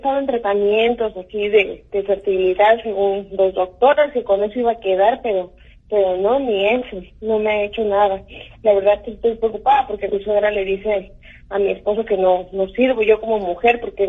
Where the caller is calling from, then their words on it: Fort Worth, Texas, United States; Hablo de Fort Worth.